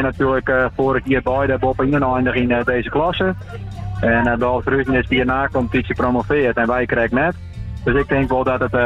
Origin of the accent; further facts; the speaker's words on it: Heeg, Friesland, Netherlands; Ja, ik ben hier in Heeg. Want ik ben eigenlijk geboren en getogen in Heeg. En ik heb hier tot mijn 44ste wennen.